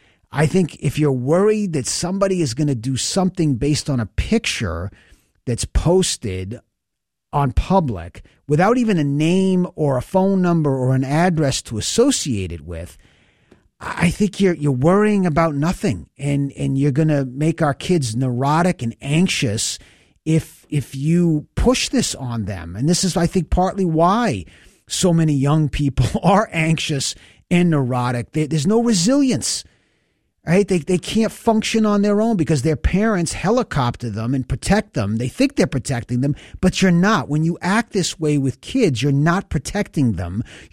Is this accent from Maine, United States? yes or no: yes; Portland, Maine, United States; When I was a kid growing up in Maine, in Portland, back in the 1980s and early in the 70s